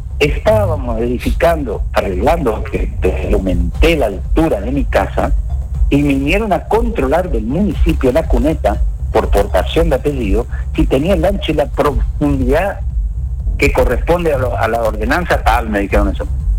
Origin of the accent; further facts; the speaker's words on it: Castelli, Argentina; Yo soy ciudadano de Castelli.